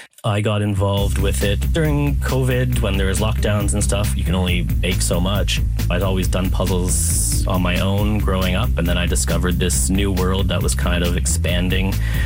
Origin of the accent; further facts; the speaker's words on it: Canada; I am a Canadian speed puzzler, currently ranked 10th in the country.